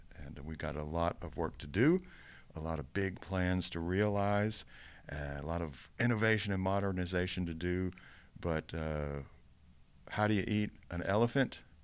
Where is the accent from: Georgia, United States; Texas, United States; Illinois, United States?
Georgia, United States; I'm from Georgia.